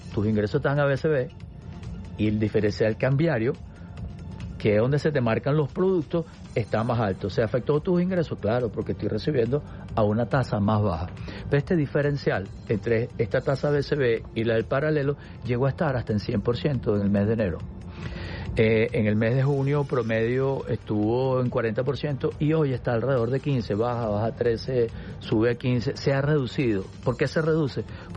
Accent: Venezuela

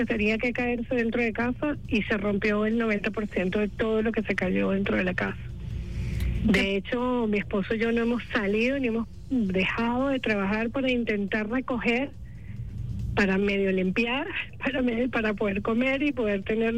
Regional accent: Venezuela; nos define como venezolanas y venezolanos

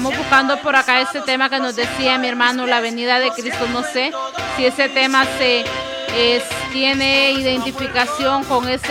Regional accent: Honduras

